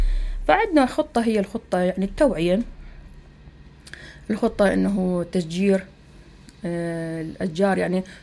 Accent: Hilla, Babil, Iraq; يعني احنا عندنا بالحلة

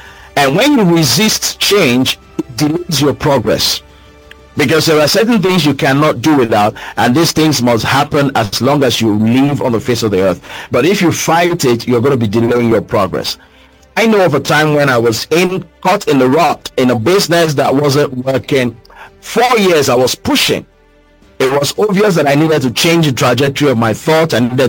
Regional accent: Rivers, Nigeria; I'm from River State, for example, and I go to the riverine sometimes.

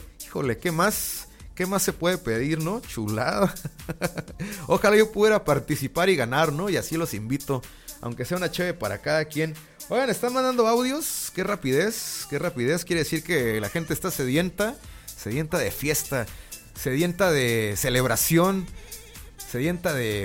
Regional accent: Mexico

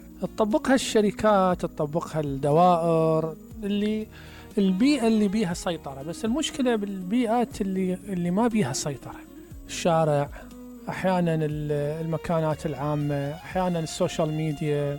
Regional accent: Iraq; إحنا كعراقيين

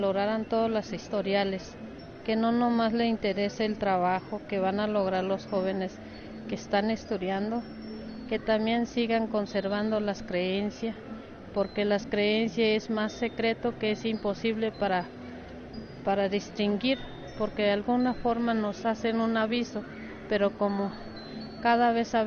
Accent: Mexico; si estamos como migrantes, a veces nos dicen regrésense a su tierra, sabiendo que nosotros somos los dueños del México

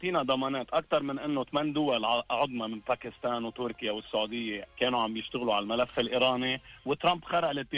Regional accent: Zebqine, South Governorate, Lebanon; ضيعتي اسمها زبئين.

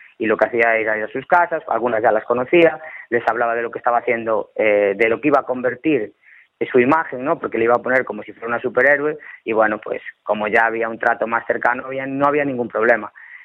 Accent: Cambre, Galicia, Spain; Y yo soy de Cambre, además.

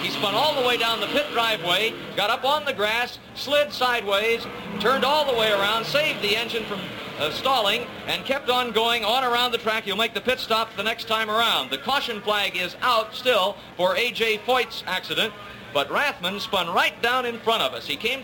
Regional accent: Fresno, California, United States; In fact, I'm a native Californian. I was born in Fresno, and of course, I feel a little partial towards Boyd here today

